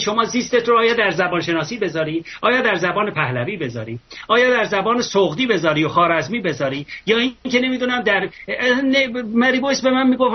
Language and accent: Persian; Ardabil Province, Iran; born there; در اردبیل، من استان اردبیل زاده شدم